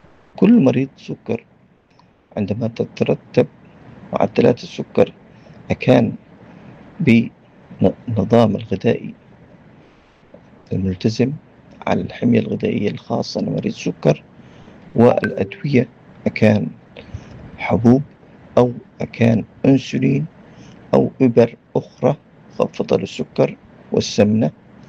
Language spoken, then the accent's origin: Arabic; Yemen